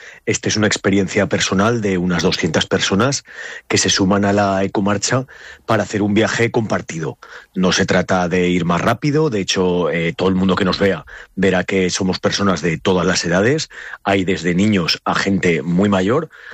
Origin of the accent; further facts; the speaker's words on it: Aragon, Spain; Yo vengo de Aragón